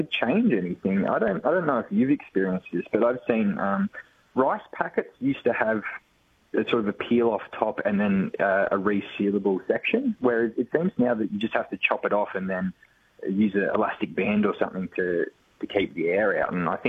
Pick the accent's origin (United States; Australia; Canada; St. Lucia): Australia; Victoria; Eastern Victoria